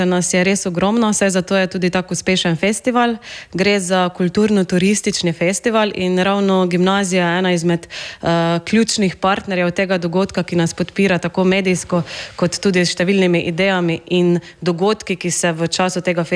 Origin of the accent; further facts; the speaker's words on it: Prlekija, Slovenia; Ste v bistvu v centru Prlekije v Ljutomeru, kjer smo mi kot Prleki